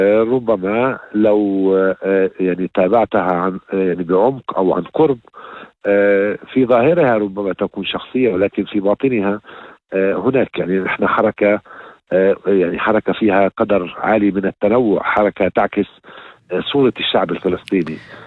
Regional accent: Palestine; وتقدم لنا كفلسطينيين

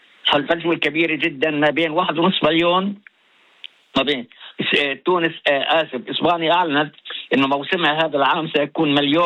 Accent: Palestine; عندنا في فلسطين في منطقة طوباس

